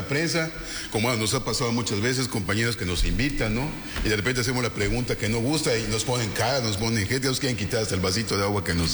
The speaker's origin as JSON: {"language": "Spanish", "region": "Yucatán", "country": "Mexico", "said": "y pues como yucateco, pues oye, nos deja mal, hombre, ¿no?"}